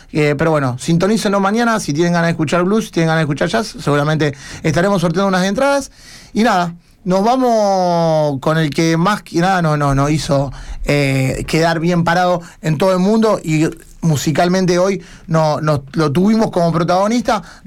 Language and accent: Spanish; Argentina; Hoy juega nuestro país.